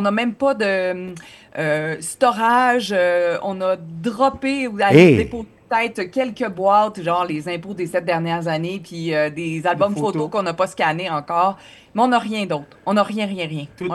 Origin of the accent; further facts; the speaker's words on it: Joliette, Quebec, Canada; Moi, je suis native de Joliette. Mon père habite toujours là.